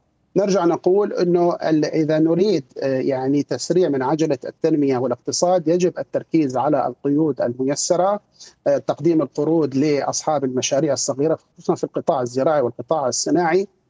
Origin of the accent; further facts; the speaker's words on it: Syria; now in Kuwait; أنا كمغترب سوري مقيم في الكويت